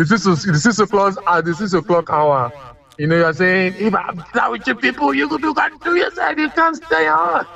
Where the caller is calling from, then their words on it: Lekki, Lagos, Nigeria; from Lekki.